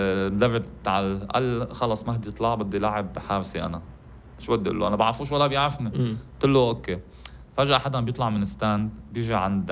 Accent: Lebanon; نحن لحالنا لبنانيه بيض

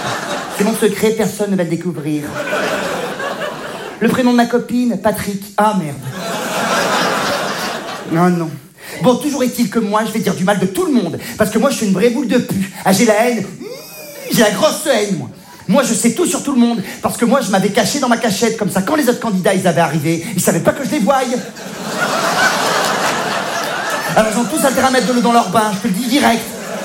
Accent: Provence-Alpes-Côte d'Azur, France

